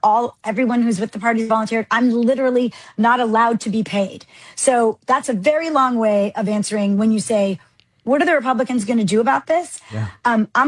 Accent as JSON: {"language": "English", "country": "Jamaica", "lives_now": "United States", "said": "I'm an immigrant from Jamaica, and it's an insult to third world countries like mine, like my homeland, to say that LA is third world."}